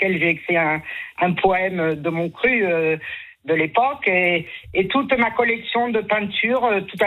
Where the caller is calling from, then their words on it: Clapiers, Occitanie, France; Clapiers, au-dessus de Montpellier, au nord-est de Montpellier.